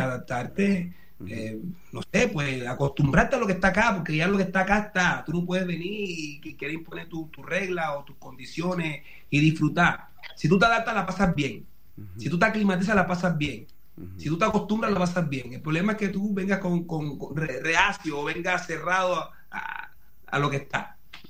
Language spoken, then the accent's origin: Spanish; Colombia; moved away as an adult; now in Santiago, Chile